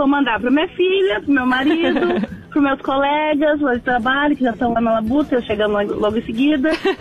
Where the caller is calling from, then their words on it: Porto Alegre, Rio Grande do Sul, Brazil; Tô falando aqui de Porto Alegre